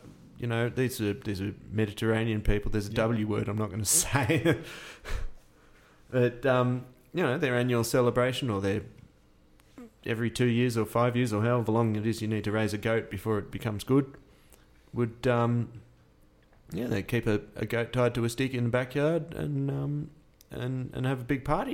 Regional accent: Sydney, New South Wales, Australia; born there

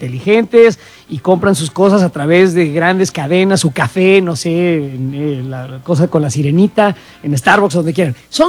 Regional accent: Mexico; Tú mencionaste el asunto de que estamos todos unidos para el fútbol, sin duda, como mexicanos

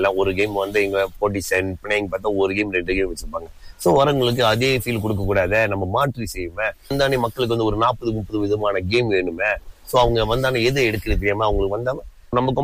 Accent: Pangkor, Perak, Malaysia; ஆமா, நான் பிறந்தது வளர்ந்ததெல்லாம் ஃபுல்லா பங்கோர் தான்.

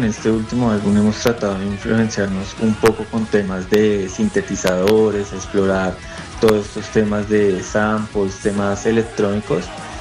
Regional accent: Colombia; no solo como colombianos, sino como latinos

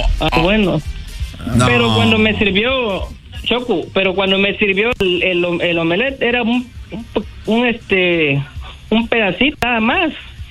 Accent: Chiapas, Mexico; now in Chattanooga, United States; Ah, yo soy de Chiapas.

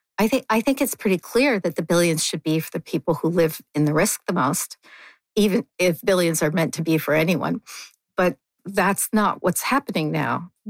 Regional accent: Canada; As a Canadian, you need to remember this

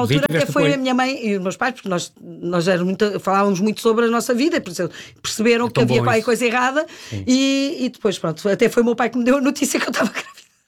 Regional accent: Cascais, Lisbon, Portugal; born there; also born or lived in Brazil; como fomos viver depois para a linha de Cascais, não é? Ali fomos viver, fui viver propriamente para São Pedro Estoril.

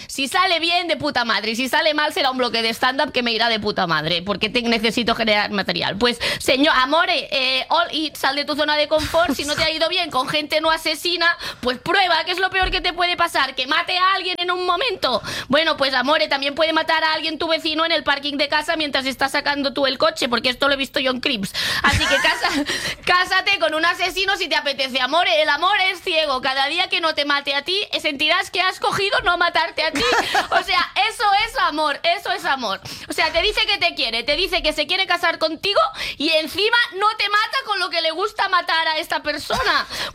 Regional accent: Andalusia, Spain; Aquí sí, sí que soy andaluza.

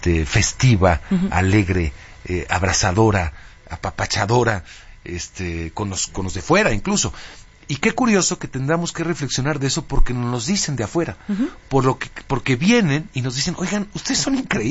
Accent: Mexico; a lo mejor porque soy mexicano

